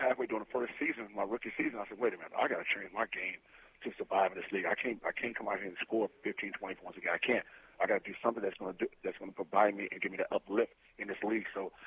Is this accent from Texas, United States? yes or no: yes; Dallas, Texas, United States; also born or lived in Oklahoma; I came from Dallas, Texas. I went to Oklahoma for 3 years, and I'm pretty much just a down-home country boy